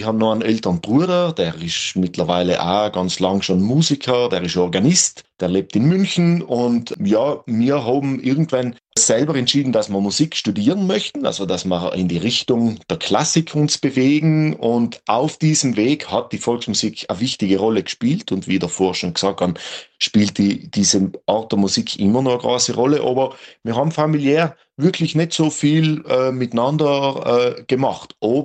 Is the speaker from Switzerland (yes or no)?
no; Klobenstein, Trentino-Alto Adige, Italy; accent: South Tyrolean; Ja, der Dialekt kommt aus Südtirol. Ich bin ein gebürtiger Ridner. Das ist ein bisschen oberhalb von Bozen, genauer gesagt in Klobenstein bin ich wohnhaft dort geboren.